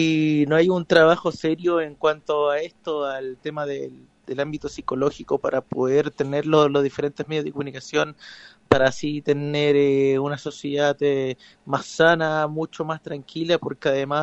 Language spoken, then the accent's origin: Spanish; Santiago, Santiago Metropolitan Region, Chile; born there; Sí, vivo en Santiago de Chile, en la capital.